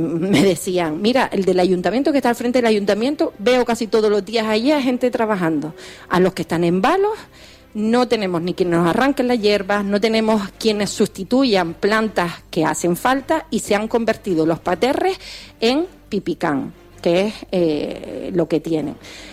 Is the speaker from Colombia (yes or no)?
no; Canary Islands, Spain; nuestra comunidad autónoma, que nuestro país canario, nos identifica